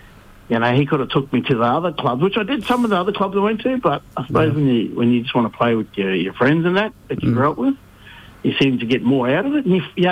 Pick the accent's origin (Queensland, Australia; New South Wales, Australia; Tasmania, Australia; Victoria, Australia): Queensland, Australia; Brisbane; growing up in Inala, and, you know, used to ride our bikes to training